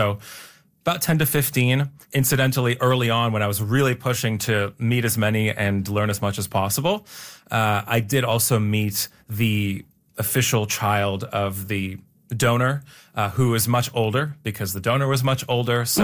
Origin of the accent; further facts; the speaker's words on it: Toronto, Ontario, Canada; also born or lived in Bridgeport, Connecticut, United States; I was born in Bridgeport, Connecticut, which was near New York City, where most of the you know, the half-siblings, the Diblings, the donor siblings originated. But one of them, amazingly, was born in Toronto, where I then grew up.